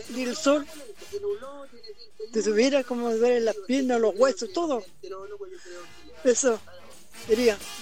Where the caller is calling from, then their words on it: Chile; de Sector 2 de Polvorín.